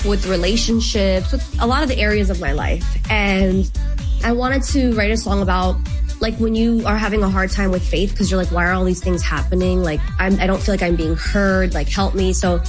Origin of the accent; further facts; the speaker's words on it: New York City, New York, United States; both my parents are from Albania. My dad's an immigrant. Like, my dad was, like, when I was growing up in New York, everybody had these nice backyards